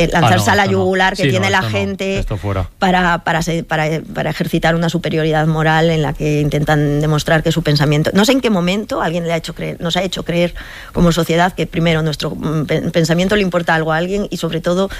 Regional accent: San Sebastián, Basque Country, Spain; del que acaba de ganar la Copa del Rey, porque soy donostiarra

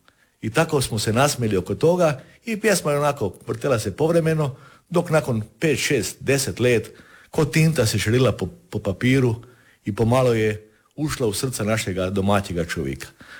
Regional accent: Kostrena, Primorje-Gorski Kotar County, Croatia; To je kostrene kada je sad Ina i moje rodno selo je tako reći zrušeno. 50 kuća je zrušeno kada je tamo se Ina širila.

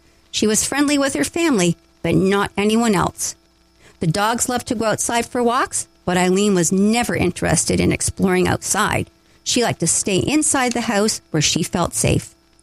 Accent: Norfolk County, Ontario, Canada; also born or lived in Toronto; now in Bobcaygeon, Canada; I grew up on a farm in Norfolk County, Ontario, and lived in the west end of Toronto most of my adult life

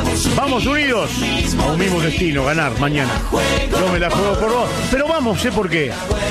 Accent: Argentina; Claro que sí, así somos los argentinos, siempre unidos.

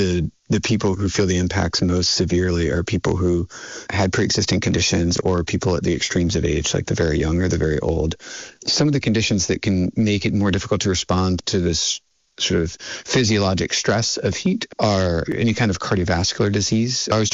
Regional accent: South Carolina, United States; now in Vermont, United States; I grew up in South Carolina and it's just normal to have air conditioning in every house. And when I moved to Vermont

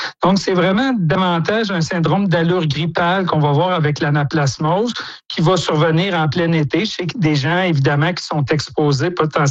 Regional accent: Quebec, Canada; chez nous en Estrie

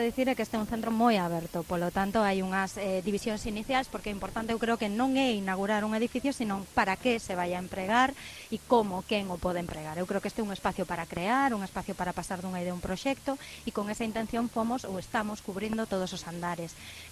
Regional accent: Forcarei, Galicia, Spain; Mañana eu son de Forcarei

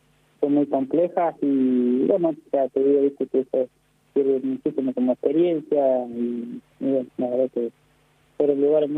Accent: Argentina; pero ¿cómo vos sos argentino? Sí, ¿y cómo hablas árabe?

